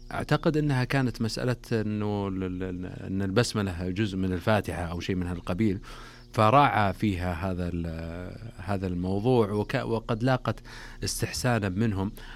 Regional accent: Saudi Arabia; عندنا هنا في المملكة العربية السعودية

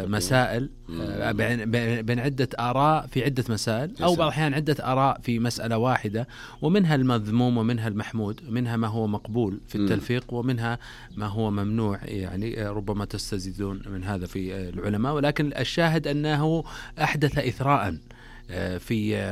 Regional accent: Saudi Arabia; عندنا هنا في المملكة العربية السعودية

